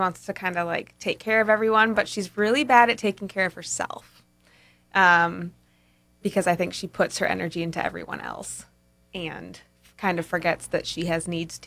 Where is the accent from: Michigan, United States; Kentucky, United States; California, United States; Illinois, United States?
Michigan, United States; Marquette; So this is my first play with Northland Players, but I'm actually from the Marquette area originally, and I was involved quite a bit up there with theater.